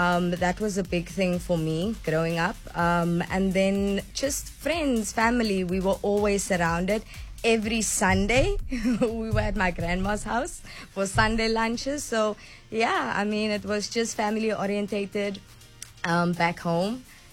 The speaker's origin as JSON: {"language": "English", "town": "Komagas", "region": "Northern Cape", "country": "South Africa", "tie": "born or raised there", "also_born_or_lived": "Springbok", "said": "I was born in Springbok in the Northern Cape, but I grew up in Komagas, which is a small little town right outside of Springbok. And then I went to high school in Springbok. So yeah, that's where the fundamentals"}